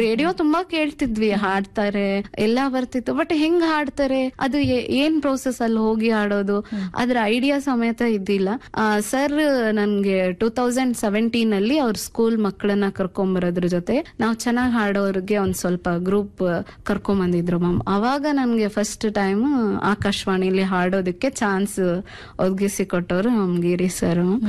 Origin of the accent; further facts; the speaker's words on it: Karnataka, India; ಅದಾದ್ಮೇಲೆ ನಮ್ಮೂರಿಂದ ಒಂದು 2 ಕಿಲೋಮೀಟರ್ ದೂರ ಸಾಸಿವೆಹಳ್ಳಿ ಅಂತ, ಅಲ್ಲಿ ನನ್ನ ಹೈಸ್ಕೂಲ್ ಎಜುಕೇಶನ್ ಅಲ್ಲೇ ಮ್ಯಾಮ್, 8th, 9th, 10th ಅಲ್ಲಿ ಓದಿದ್ದು. ಅಲ್ಲಿಂದ PUC ಹರಪನಹಳ್ಳಿ